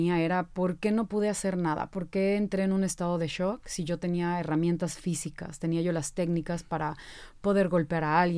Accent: Veracruz, Mexico; yo soy de Veracruz, soy una buena jarocha, como decimos nosotros.

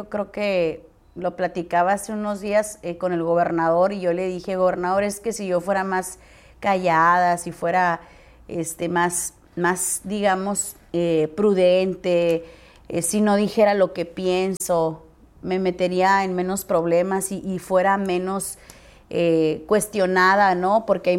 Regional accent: San Luis Río Colorado, Sonora, Mexico; los políticos de mi tierra y de San Luis Río Colorado.

